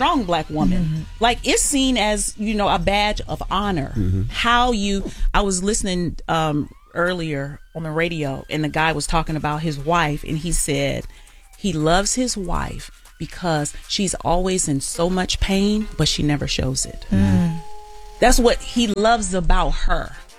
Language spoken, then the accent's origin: English; Bible Belt, United States; I was raised in the Bible Belt in church with a single black mother.